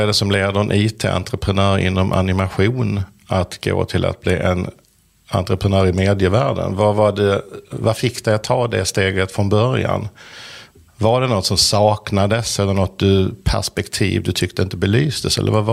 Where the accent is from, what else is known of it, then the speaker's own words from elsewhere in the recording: Helsingborg, Skåne, Sweden; Jag är från Helsingborg.